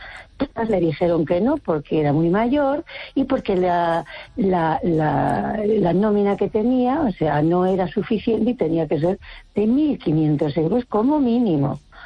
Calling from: Vigo, Galicia, Spain

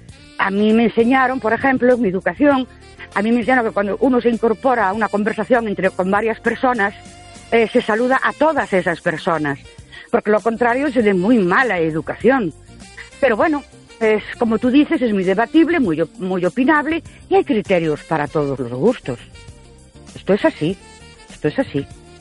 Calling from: Ourense, Galicia, Spain; de Ourense.

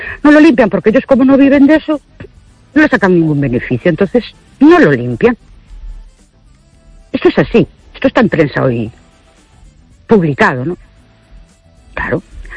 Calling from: Ourense, Galicia, Spain; de Ourense.

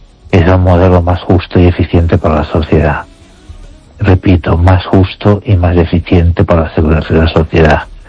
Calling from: Ourense, Galicia, Spain; desde Orense.

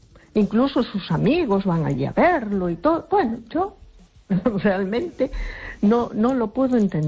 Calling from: A Coruña, Galicia, Spain; de Coruña.

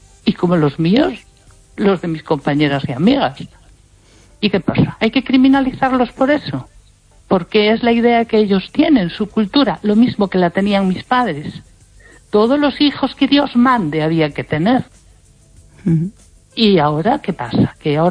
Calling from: Lugo, Galicia, Spain

